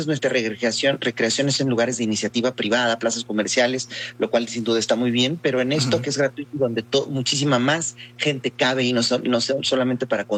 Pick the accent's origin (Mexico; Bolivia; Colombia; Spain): Mexico; Oaxaca; esto se vive mucho en París o en ciudades como Oaxaca, de donde yo soy originario